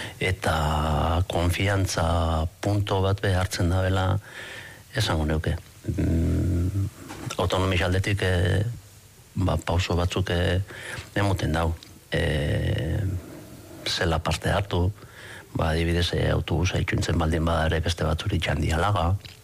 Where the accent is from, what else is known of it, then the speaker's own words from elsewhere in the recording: Bergara, Basque Country, Spain; Bergaratik nator, Markelen aita naiz.